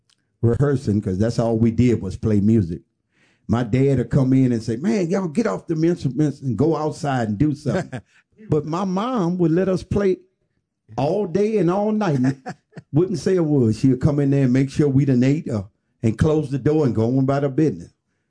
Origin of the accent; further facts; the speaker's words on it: Louisiana, United States; it's a little town on the outskirts of Port Allen. They call Urbanville.